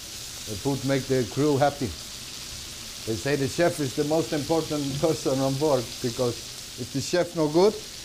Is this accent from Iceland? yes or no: yes; Iceland